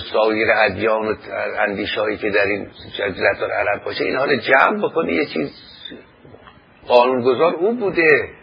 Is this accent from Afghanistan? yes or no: no; Iran